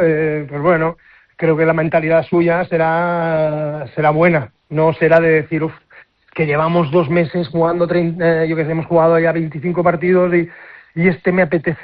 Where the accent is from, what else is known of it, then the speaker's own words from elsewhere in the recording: Badalona, Catalonia, Spain; Soy de Badalona, pero también soy del Barça de fútbol